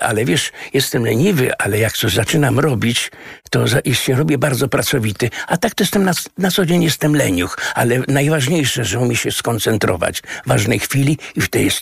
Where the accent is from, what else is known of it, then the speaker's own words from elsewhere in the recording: Łódź, Łódź Voivodeship, Poland; ja jestem urodzony między, na Bałutach i Bałuty Śródmieście Łódź